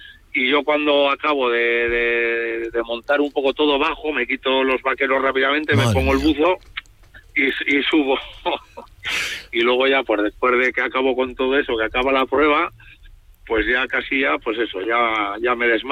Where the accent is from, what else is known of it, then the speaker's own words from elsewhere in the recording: Logroño, La Rioja, Spain; es la subida de mi pueblo, de mi casa, de Logroño.